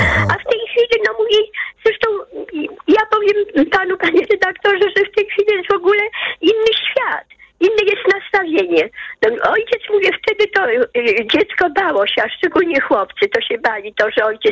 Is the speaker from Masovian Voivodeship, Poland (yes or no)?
yes; Warsaw, Masovian Voivodeship, Poland; born there; Ja urodziłam się na Pradze w Warszawie.